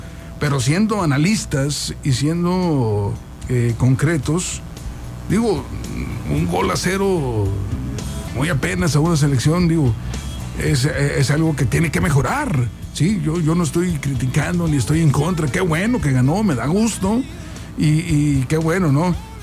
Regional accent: Mexico; soy mexicano

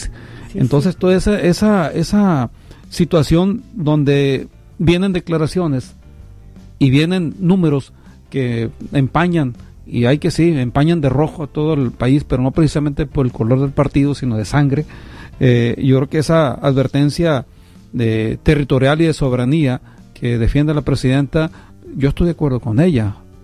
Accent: Mexico; nosotros como mexicanos

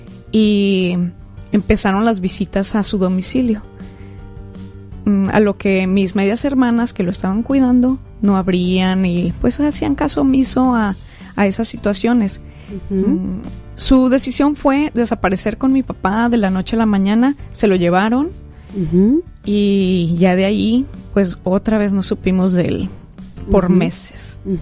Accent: Culiacán, Sinaloa, Mexico; Nosotros somos de aquí de Culiacán, todo el tiempo hemos vivido aquí en Culiacán y él aquí tiene su casa.

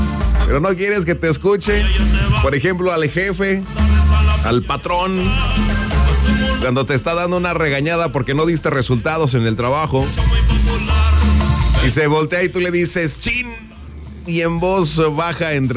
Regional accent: Mexico; pero nosotros como mexicanos, 100% mexicanos, las llegamos a decir.

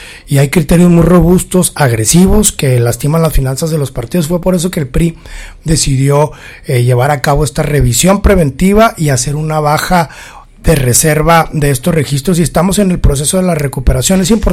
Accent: Chihuahua, Mexico; estado que sobre todo nos interesa a quienes somos chihuahuenses

